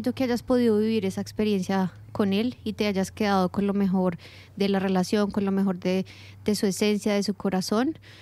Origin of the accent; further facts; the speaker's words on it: Mexico; now in Australia; soy mexicana y llevo tantos años en Australia que ya mezclo el órale con el no worries.